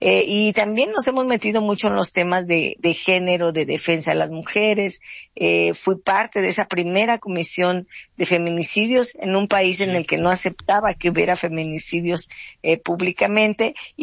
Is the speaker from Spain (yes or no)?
no; Guerrero, Mexico; También yo soy parte del pueblo afromexicano de Guerrero, soy de la Costa Chica de Guerrero.